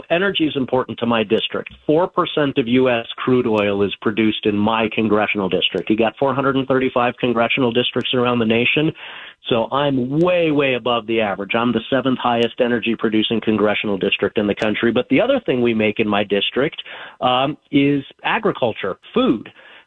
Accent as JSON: {"language": "English", "region": "Colorado", "country": "United States", "tie": "born or raised there", "said": "I was born and raised in Colorado, so I grew up hearing that song."}